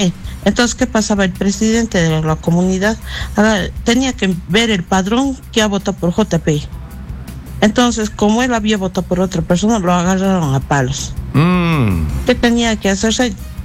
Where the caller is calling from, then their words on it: Cusco, Peru; de Asunción, de Cusco.